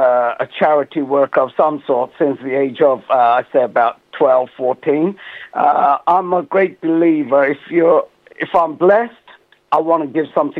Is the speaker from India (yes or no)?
yes; India; also born or lived in Hamilton, Ontario, Canada; now in Westcliff, United Kingdom; I'm originally from India.